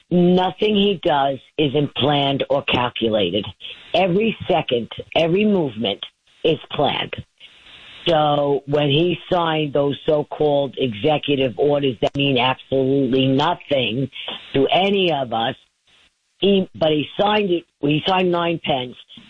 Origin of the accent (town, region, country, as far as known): Queens, New York, United States; born or raised there